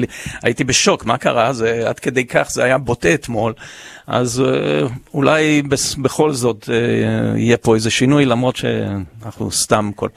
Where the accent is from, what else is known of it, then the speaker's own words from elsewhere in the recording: Ashkelon, Southern District, Israel; אני גדלתי באשקלון, המשפחה שלי באשקלון